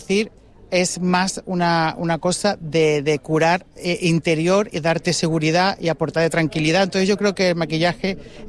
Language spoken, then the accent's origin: Spanish; Tenerife, Canary Islands, Spain; moved away; Bueno, yo soy de aquí de Tenerife, del barrio Bastalú. Lo que pasa es que como llevo ya 16 años fuera, novio cordobés, ya no sé ni lo que hablo, madre gallega, tengo una locura, una mezcla, padre canario.